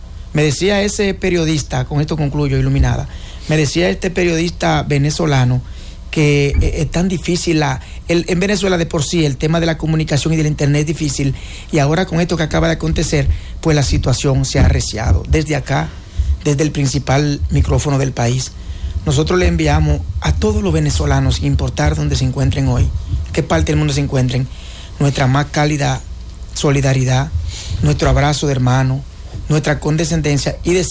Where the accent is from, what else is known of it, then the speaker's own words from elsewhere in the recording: Dominican Republic; Nosotros como dominicanos nos sentimos muy acongojados.